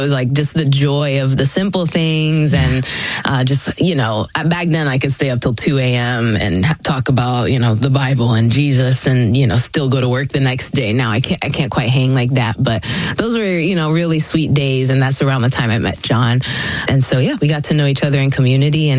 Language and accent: English; Orlando, Florida, United States; also born or lived in Philippines; No, I was born in the Philippines, like I said, mm-hmm. But raised here in Orlando, not too far from here.